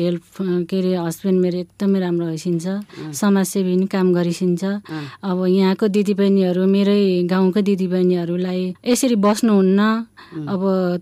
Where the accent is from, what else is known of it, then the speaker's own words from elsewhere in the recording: Tumlingtar, Koshi Province, Nepal; now in Bungamati, Lalitpur, Nepal; मेरो जन्मथलो शङ्खसभा, शङ्खसभा तुमलिङटार